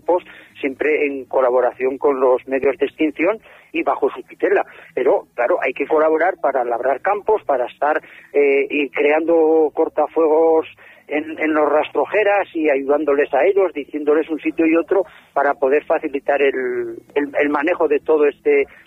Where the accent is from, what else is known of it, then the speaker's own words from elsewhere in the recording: Luesia, Aragon, Spain; Sí, soy de aquí de Luesia, sí. Tengo mi explotación aquí en Luesia.